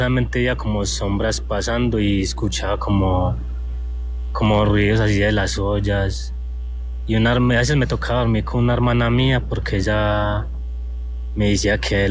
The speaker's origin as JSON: {"language": "Spanish", "town": "Medellín", "region": "Antioquia", "country": "Colombia", "tie": "born there"}